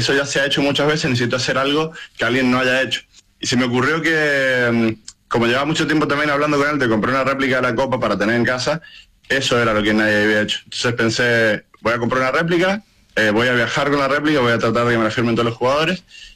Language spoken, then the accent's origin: Spanish; Mendoza, Argentina; now in Germany; Yo soy de Mendoza, pero vivo en Alemania ahora mismo.